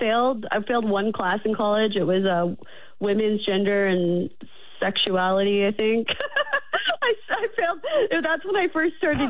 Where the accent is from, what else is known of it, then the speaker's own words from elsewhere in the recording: Missouri, United States; I'm from the middle of the country. I'm from Missouri.